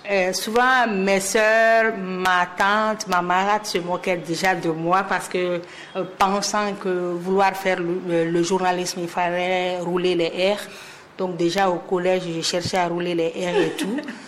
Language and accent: French; Conakry, Guinea; born or raised there